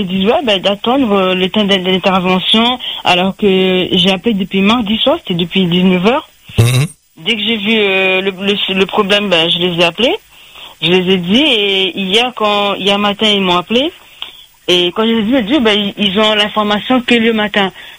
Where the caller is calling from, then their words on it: Saint-Pierre, Réunion; Je suis de Saint-Pierre.